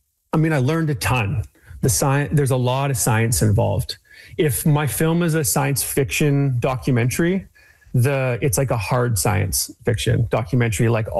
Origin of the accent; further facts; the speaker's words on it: Vancouver, British Columbia, Canada; my hometown of Vancouver, BC